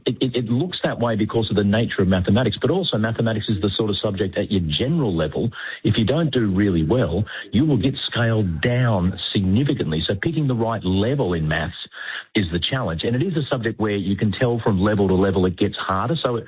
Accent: New South Wales, Australia; In my home state of New South Wales, you regularly hear of HSC students

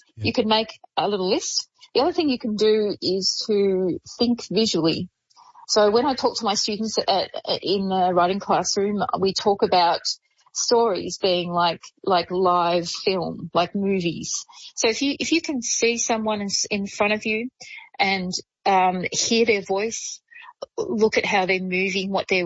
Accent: Shepparton, Victoria, Australia; I had a really great workshop recently in my hometown of Shepparton at the Shepparton Library.

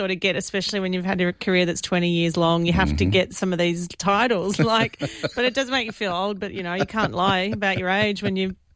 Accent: Mascot, New South Wales, Australia; I am a girl from Mascot, and everyone knows Mascot because that's where the airport is.

